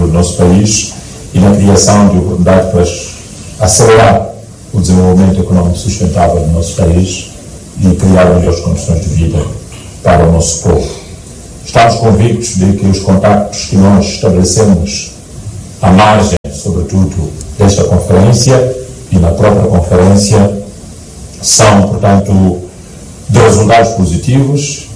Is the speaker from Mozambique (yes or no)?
yes; Mozambique